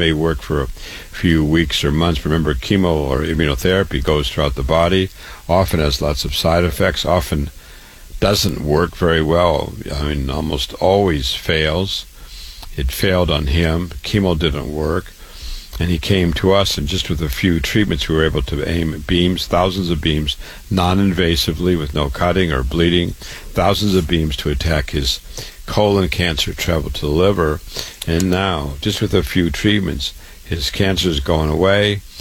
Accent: Waterloo, Iowa, United States; I was born and raised in Waterloo, Iowa. I went to medical school there.

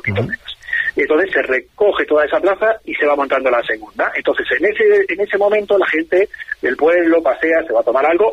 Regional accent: Extremadura, Spain; Sabéis que nosotros somos aquí de Campañolo y norte de los Ibores

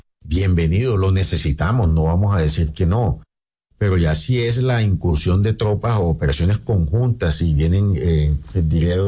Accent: Santa Marta, Magdalena, Colombia; A ver, yo soy samario, me gusta la Unión Magdalena

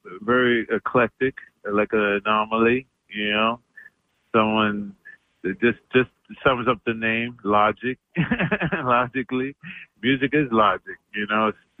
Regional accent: New York City, New York, United States; I grew up in New York City, which is, you know, New York City is an eclectic city, a variety of music and food and everything.

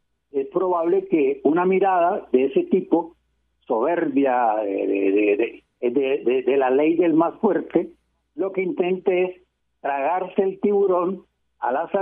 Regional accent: Puerto Colombia, Atlántico, Colombia; also born or lived in Barranquilla; Nací en Barranquilla, hospital de Barranquilla, y mi primera infancia o nuestra primera infancia de los tres hermanos mayores la vivimos en Puerto Colombia, cuando Puerto Colombia tenía el esplendor que tuvo hace unos 40, 50 años atrás.

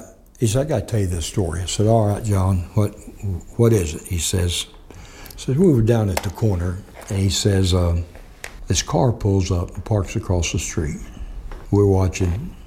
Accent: Arkansas, United States

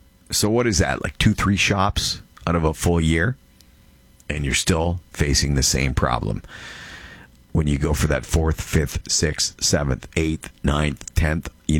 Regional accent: Canada

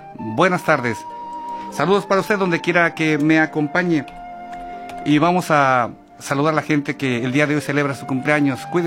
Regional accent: Mexico; moved away; Amo México. También amo mucho a este país porque me ha dado cosas que yo jamás pensé que pudiera obtener allá en mi país mexicano.

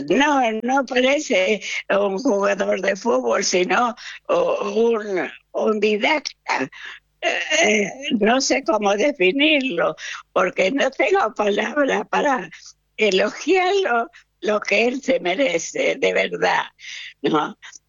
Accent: La Gallareta, Santa Fe, Argentina; Bueno, yo soy de La Gallareta, provincia de Santa Fe, al norte de Santa Fe

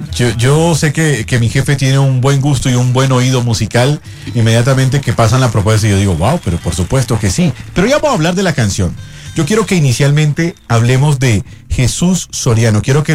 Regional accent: Barranquilla, Atlántico, Colombia; now in Bogotá, Colombia; Yo vengo de Barranquilla, pero también me enamoré de la hermosa y fría Bogotá.

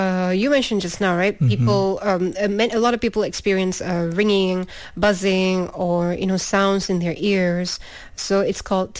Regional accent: Perlis, Malaysia; because my hometown is really far away, Perlis.

